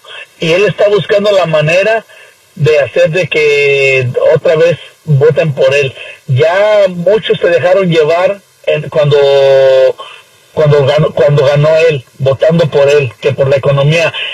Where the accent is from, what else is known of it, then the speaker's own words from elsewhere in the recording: Mexico; No sé si muchos de nosotros que somos mexicanos recordamos lo que hací